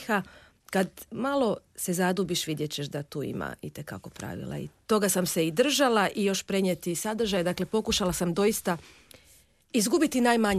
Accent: Croatia; accent: Srijem Hungarian dialect; first language Hungarian; Croatian is a second language; selu mojih djeda i bake, koji su svi Mađari. I sad je teško strancu objasniti da sam ja zapravo i cijela moja obitelj, da smo mi Mađari iz Hrvatske.

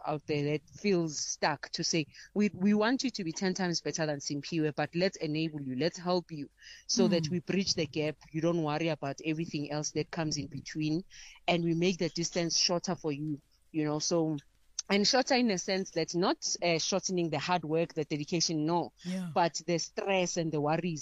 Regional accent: Johannesburg, Gauteng, South Africa; I was born and bred in Alex.

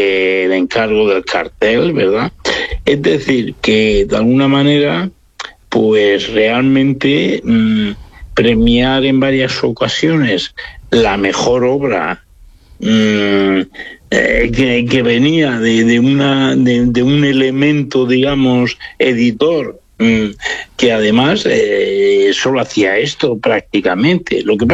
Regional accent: Aspe, Valencian Community, Spain; born there; Yo nací en Aspe, provincia de Alicante, y es el interior de Alicante, tirando al sur ya de la provincia.

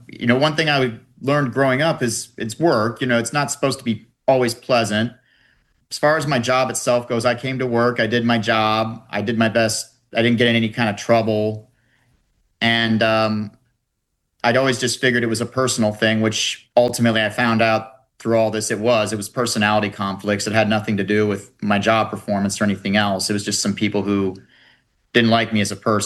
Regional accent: Jacksonville, Florida, United States; Well, when I was a kid growing up, I grew up in Jacksonville.

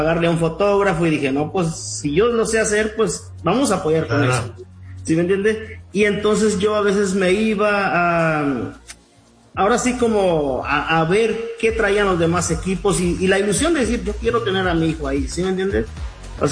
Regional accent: Guatemala; now in Phoenix, United States; en este caso yo soy de Guatemala, mi esposa es de México y pues Chris nacido acá

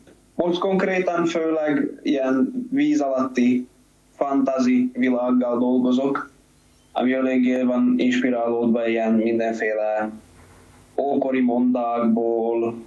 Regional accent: Hungary; moved away as an adult; now in Plzeň, Czech Republic; mindenki tudja, hogy magyar vagyok.

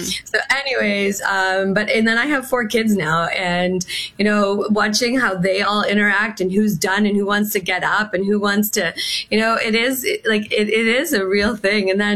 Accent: Sault Ste. Marie, Ontario, Canada; But like, I grew up in Sault Ste. Marie, like it literally was a good 20 minute walk and it was freezing.

